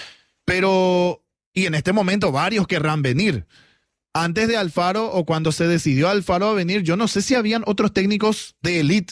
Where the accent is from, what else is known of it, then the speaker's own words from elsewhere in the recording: Paraguay; Bueno, no hablo a título personal, pero digo como paraguayo.